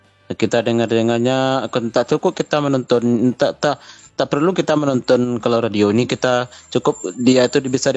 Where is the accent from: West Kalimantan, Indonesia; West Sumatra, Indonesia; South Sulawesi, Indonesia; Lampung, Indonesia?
West Sumatra, Indonesia; Pariaman; now in Agam Regency, Indonesia; saya ini kan aslinya Pariaman. Karena saya ini berdomisili di Kabupaten Agam, di balik Gunung Letterway